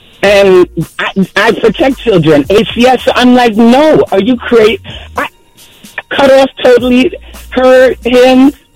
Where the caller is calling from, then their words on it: Yonkers, New York, United States; I'm calling from Yonkers.